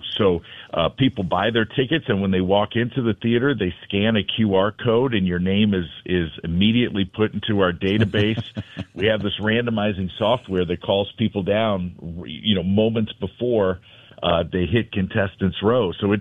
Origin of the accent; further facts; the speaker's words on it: St. Louis, Missouri, United States; the fact that I was from St. Louis